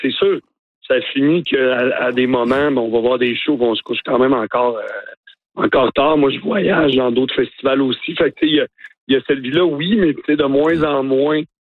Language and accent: French; Baie-Saint-Paul, Quebec, Canada; on est born and raised, là, on est de Baie-Saint-Paul, fait qu'on connaît les gens